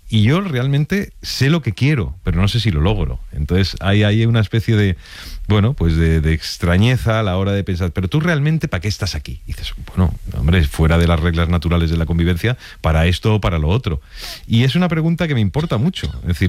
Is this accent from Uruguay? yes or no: no; Spain